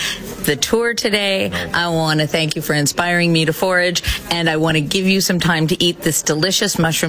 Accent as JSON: {"language": "English", "town": "Niagara Falls", "region": "Ontario", "country": "Canada", "moved": "yes", "said": "I'm from Ontario. Yeah, I'm from Niagara."}